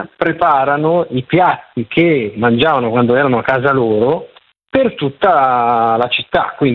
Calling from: Milan, Lombardy, Italy; ti chiamo da Viale Monza, Milano.

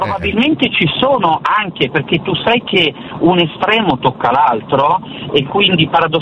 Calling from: Milan, Lombardy, Italy; sono da Milano.

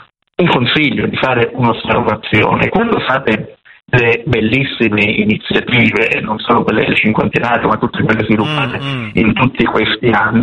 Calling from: Lecce, Apulia, Italy; essendo io abbonato da 27 anni, essendo di Lecce

